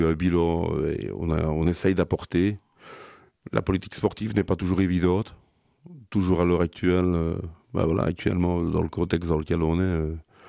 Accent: Flémalle, Wallonia, Belgium; j'ai 52 ans, ça fait 52 ans que j'habite à Flémal.

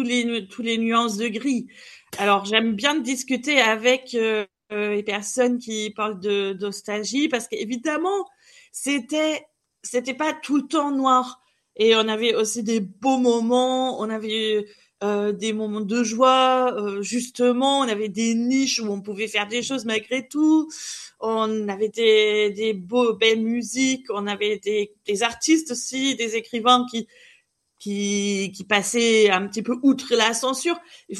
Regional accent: Germany; French is a second language; Voilà, donc je suis originaire d'Allemagne de l'Est, où j'ai passé toute mon enfance.

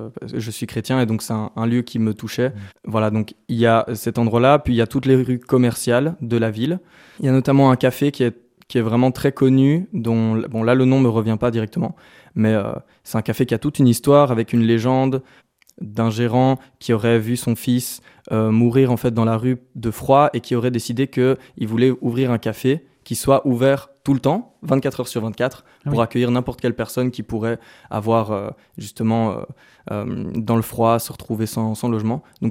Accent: Namur, Wallonia, Belgium; Mais comme je venais de Namur, Namur est une ville qui est petite et familière et qui est assez intime.

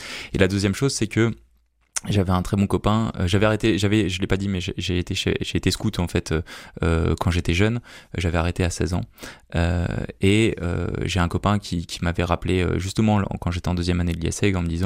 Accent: Tourcoing, Hauts-de-France, France; Alors moi, j'ai grandi à Tourcoing, dans une famille qui avait des racines chrétiennes. J'ai été baptisé, j'étais à l'école catholique à Tourcoing, puis à Lille, à Saint-Paul.

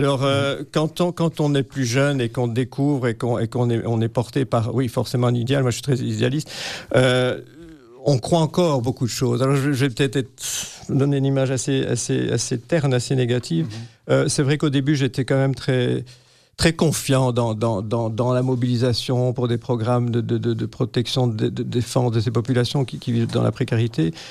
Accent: Belgium; On est européen, on est belge, on a cette éducation-là.

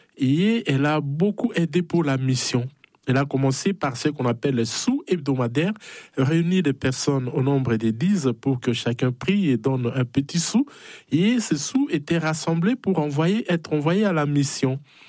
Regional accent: DR Congo; Moi, d'abord, je suis congolais d'origine, hein, de la République démocratique du Congo.

